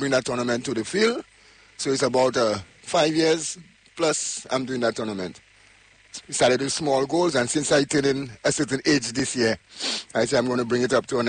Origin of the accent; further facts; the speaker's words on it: Laborie, St. Lucia; So I'm from Lakeri. I started football from under 10.